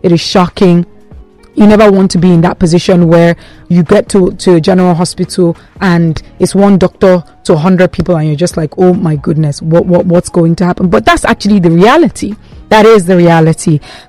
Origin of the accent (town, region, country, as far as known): Nigeria